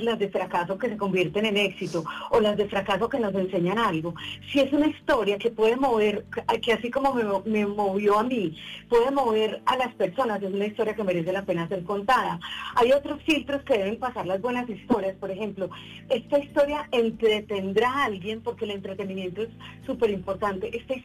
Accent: Titiribí, Antioquia, Colombia; moved away; yo soy de Titiribí, de un pueblito apartado donde el viento llega y se devuelve porque no hay nada que hacer.

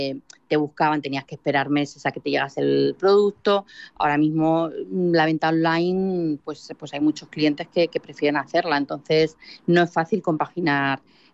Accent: Ciudad Real, Castilla-La Mancha, Spain; moved away as an adult; also born or lived in Moral de Calatrava / Salamanca; now in Madrid, Spain; He de decirte que yo nací en Madrid. Solamente nací aquí, viví en Moral de Calatrava hasta los 8 años y luego ya viví en Ciudad Real y estudié en Ciudad Real

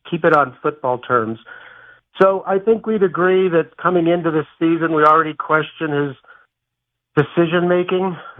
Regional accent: Bay Area, California, United States; now in Montana, United States; And I grew up in the Bay Area with Joe Montana.

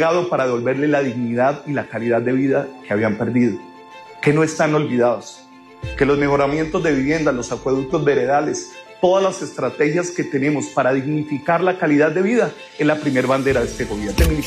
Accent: Santander, Colombia; moved away; hoy me complace volver a mi tierra, que mi primer evento público sea frente a los santandereanos

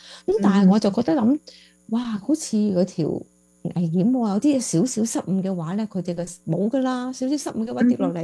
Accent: China; now in Seattle, United States; Seafair 呢我哋就我哋中国人啦嘛。咁通常呢喺Chinatown 我哋叫做国际城啦、就会有一个嘅巡游啦。

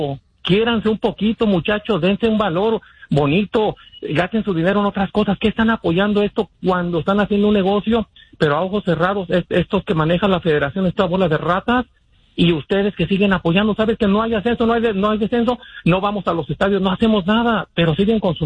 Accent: Mexico; ¿Tengo por qué irle porque soy mexicano?

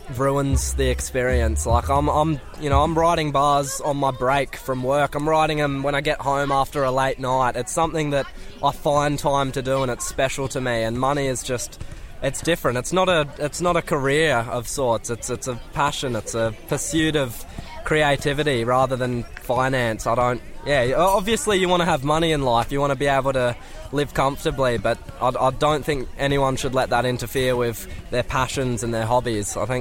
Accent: Bellingen, New South Wales, Australia; growing up in Bellow, this is the essence of Bellingen

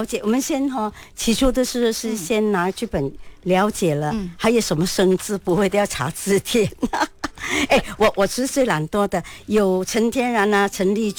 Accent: Xiamen, Fujian, China; accent: Xiamen; 我们福建话就厦门话就讲丽丽丽丽丽丽丽丽

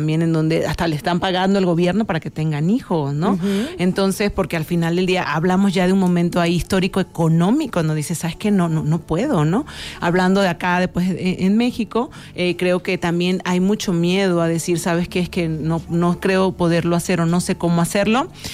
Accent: Venezuela; Soy venezolana.

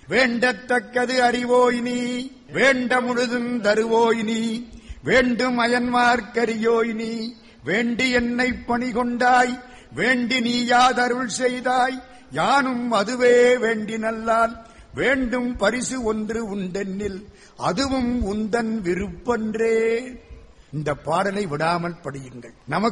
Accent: Madurai, Tamil Nadu, India; நான் மதுரைக்காரன், நான் மதுரைக்காரன், பண் சுமந்த பாடலுக்கு பரிசு தரக்கூடிய மதுரைக்காரன்.

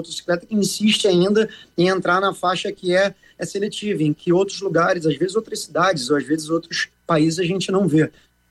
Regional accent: Rio de Janeiro, Brazil; a gente poder aceitar como os cariocas, e agora eu falando como carioca

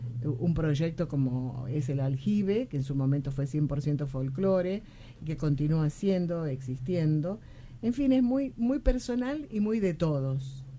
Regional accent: Tucumán, Argentina; Así que, y bueno, pero porque somos tucumanos, ¿o no?

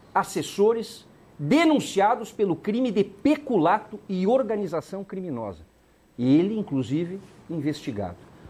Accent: Campos Novos, Santa Catarina, Brazil; na minha terra, em Campos Novos

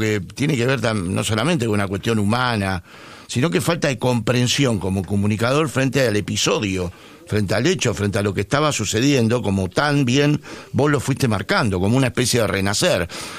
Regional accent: Buenos Aires, Argentina; yo soy de Versalles.

